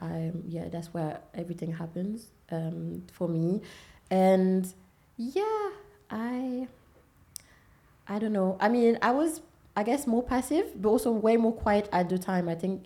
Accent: Senegal; Weirdly, I am Senegalese, like my parents were both born and raised in Senegal, but my mom is fully Malian.

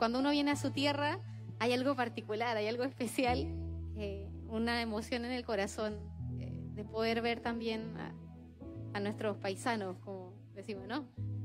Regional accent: Santiago, Santiago Metropolitan Region, Chile; born there; moved away; yo soy chilena, nací en Santiago, es primera vez que visito Arica

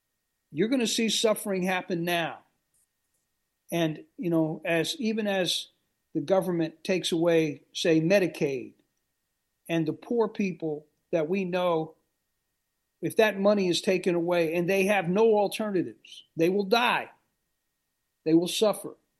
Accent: United States; I'm an American.

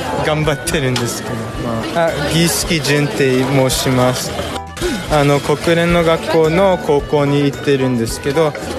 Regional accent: United States; 僕はハーフとしてあのアメリカ人と日本人のアイデンティティが2つ交わってるのがすごい僕のにとってはユニークで楽しめる

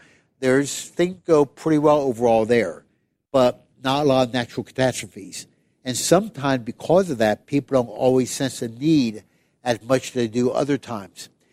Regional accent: Pennsylvania, United States; I was raised in Pennsylvania, and the more south you go, Frank, the more people take more time just to talk about, spend time talking, etc.

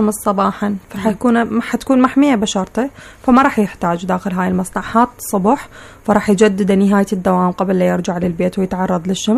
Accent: Iraq; الأشعة اللي فصل الصيف عندنا بالعراق كلها ضارة

